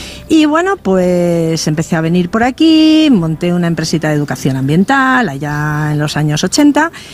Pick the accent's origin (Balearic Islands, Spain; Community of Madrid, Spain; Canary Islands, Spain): Community of Madrid, Spain; Madrid; Soy de Madrid.